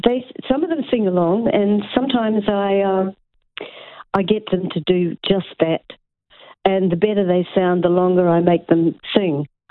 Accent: Nelson, New Zealand; moved away; I did 2 in my hometown of Nelson.

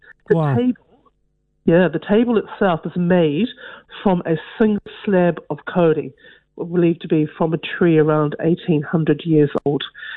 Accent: New Zealand; I am from Te Whakatuihia

